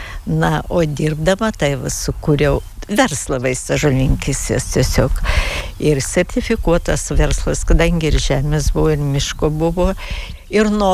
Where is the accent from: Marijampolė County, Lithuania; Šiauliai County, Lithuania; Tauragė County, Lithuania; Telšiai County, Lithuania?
Telšiai County, Lithuania; Mažeikiai; moved away; aš esu iš Žemaitijos, kilusi nuo Mažeikių ir tikrai irgi turėjom ir namelį gražų, ir aplinką gražą, ir sodą daržą, ir upelį, kas tik nori.